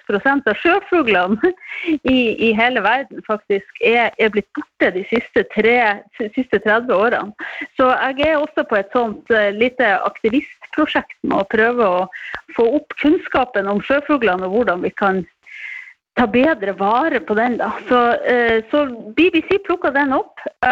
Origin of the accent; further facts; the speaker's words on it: Sortland, Nordland, Norway; also born or lived in Oslo; now in Lancaster, United Kingdom; når jeg vokste opp på Sortland på 80-tallet